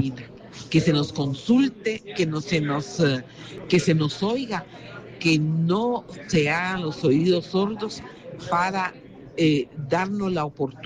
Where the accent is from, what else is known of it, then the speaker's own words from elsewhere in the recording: Santa Catarina Mita, Jutiapa, Guatemala; municipios de Jutiapa como Santa Catarina Mita, que somos vecinos de Asunción Mita.